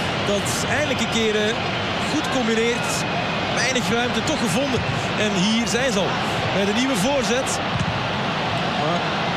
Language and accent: Dutch; Belgium; Als Belgen.